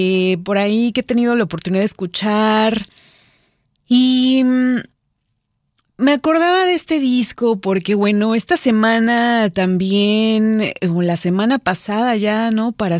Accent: Mexico; pero en este caso yo como mexicana, creo que ese olor a tierra mojada nos representa mucho, ¿no?

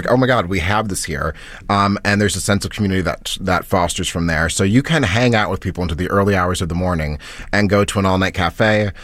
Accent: Minnesota, United States; moved away as an adult; now in Chicago, United States; I'm from Minnesota, but I moved to Chicago when I was 18.

